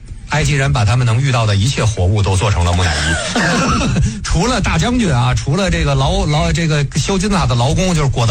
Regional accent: China; 我们中国人修了多少桥啊？

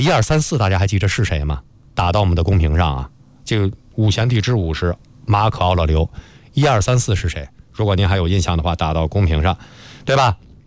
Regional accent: China; 就是我们中国人最熟悉的历史阶段之一

